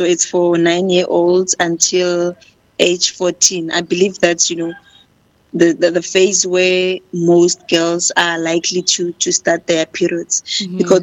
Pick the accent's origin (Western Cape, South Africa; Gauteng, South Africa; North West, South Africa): North West, South Africa; North West Province; I'm born and bred in Makau in the Northwest Province.